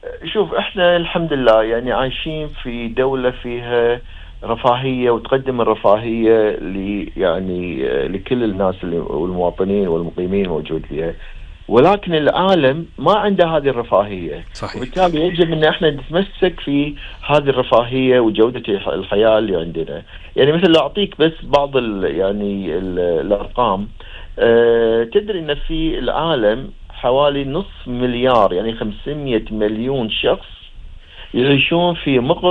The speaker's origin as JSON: {"language": "Arabic", "country": "Kuwait", "said": "احنا عندنا بالكويت"}